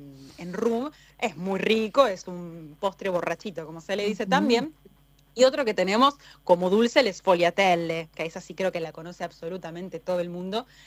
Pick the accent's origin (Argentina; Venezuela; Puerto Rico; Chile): Argentina; nosotros como argentinos lo sentimos diferente porque tenemos una gran comunidad, digamos, de descendientes de napoletanos